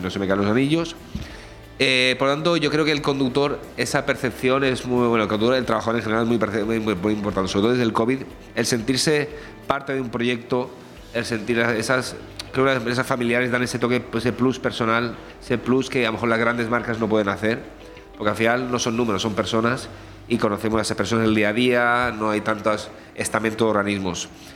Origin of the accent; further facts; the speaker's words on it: Benidorm, Valencian Community, Spain; Benidorm para mí es mi vida. Yo soy un amante, un enamorado de Benidorm. He nacido, me he criado aquí, mi vida, mi mujer, mis hijos, tengo mi familia, todo aquí.